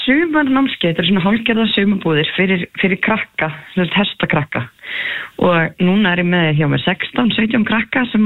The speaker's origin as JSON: {"language": "Icelandic", "town": "Leirubakki", "region": "South Iceland", "country": "Iceland", "tie": "born or raised there", "said": "Og svo komum við upp á Leirubakka bara þegar ég 11 ára og svo ég búin að vera hér, svona með báða fætur síðan, nánast."}